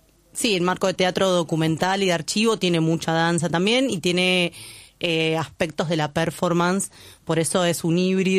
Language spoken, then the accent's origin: Spanish; Buenos Aires, Argentina; Soy acá de Capital.